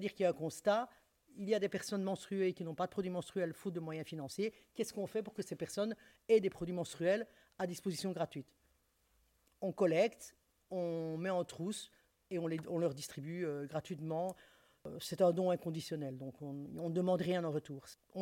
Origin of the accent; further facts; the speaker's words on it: Liège, Wallonia, Belgium; moi, je suis liégeoise. Donc, j'ai commencé là où je connais, donc c'est-à-dire à Liège.